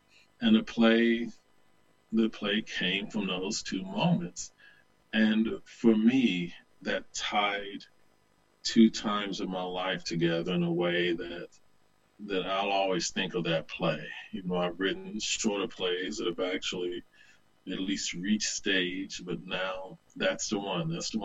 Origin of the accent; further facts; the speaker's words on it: the South, United States; It would be impossible not to. I grew up in a Bible Belt, and it's who I was. It's who I continue to be in many ways.